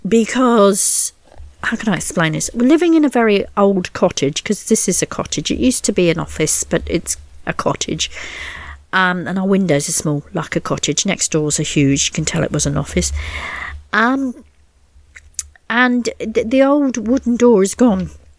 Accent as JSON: {"language": "English", "region": "South West England", "country": "United Kingdom", "said": "no, I'm Cornish"}